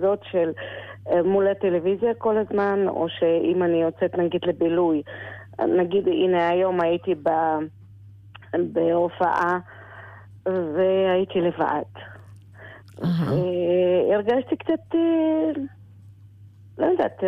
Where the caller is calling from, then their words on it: Netanya, Central District, Israel; אני אלמנה מנתניה, בת 61.